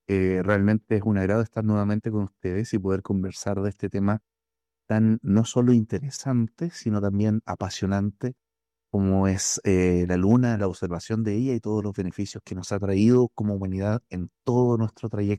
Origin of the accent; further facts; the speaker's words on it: La Serena, Coquimbo, Chile; born there; yo soy de Chile, nacido en la ciudad de La Serena. Esta región es catalogada como la capital mundial de la astronomía. Tiene los cielos más limpios del mundo